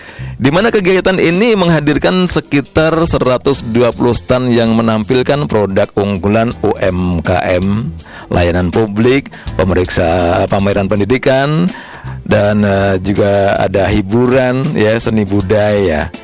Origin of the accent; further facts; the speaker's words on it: Magelang, Central Java, Indonesia; kita sebagai warga Kota Magelang